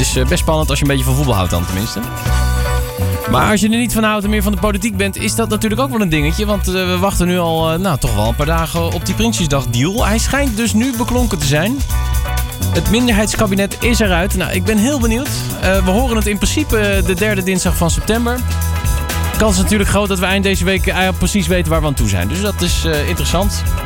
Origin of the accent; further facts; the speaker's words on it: Netherlands; Ja, dat zijn wij Nederlanders, hè.